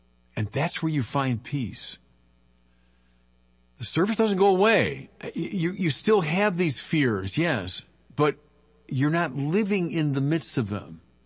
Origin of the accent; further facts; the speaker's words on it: Chicago, Illinois, United States; I'm from Chicago, Lake Michigan, which is like inland sea.